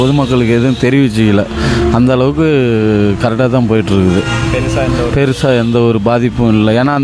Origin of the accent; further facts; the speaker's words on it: Yercaud, Tamil Nadu, India; நான் ஜெரினாக்காடு, ஏற்காடு ஜெரினாக்காடு. பிறந்து வளர்ந்தது எல்லாமே இங்கே தான்.